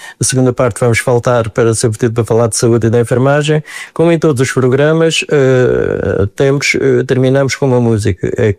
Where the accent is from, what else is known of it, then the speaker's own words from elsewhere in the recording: Portugal; somos portugueses e estamos em Portugal.